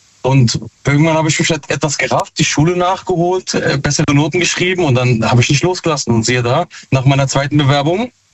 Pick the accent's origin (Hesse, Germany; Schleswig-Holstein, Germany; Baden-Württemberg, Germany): Baden-Württemberg, Germany; Mannheim; Aus Mannheim.